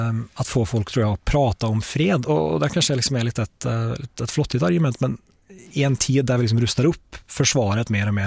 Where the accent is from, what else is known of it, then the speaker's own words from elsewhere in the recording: Norway; När jag var ung i Norge